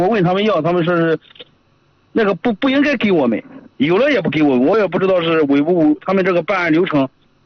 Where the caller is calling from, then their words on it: China; 我是咱们文喜的